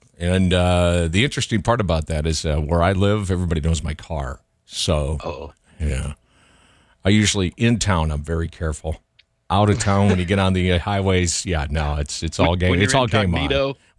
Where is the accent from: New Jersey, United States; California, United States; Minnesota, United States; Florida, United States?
Minnesota, United States; That growing up in Minnesota at all, unless I just didn't know it.